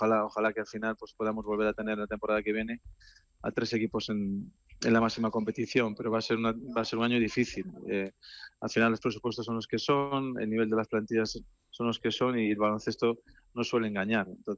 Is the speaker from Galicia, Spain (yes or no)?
yes; Galicia, Spain; Bueno, para mí como entrenador gallego es un año especial, ¿no?